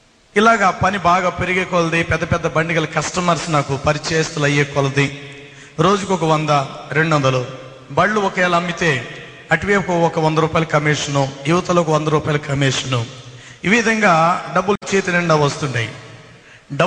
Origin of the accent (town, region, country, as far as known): Rajahmundry, Andhra Pradesh, India; born or raised there